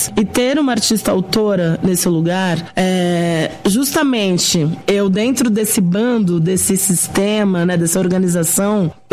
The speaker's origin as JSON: {"language": "Portuguese", "town": "São Lourenço", "region": "Minas Gerais", "country": "Brazil", "tie": "born or raised there", "said": "Mas na infância, como eu cresci em São Lourenço, eu cresci em Minas."}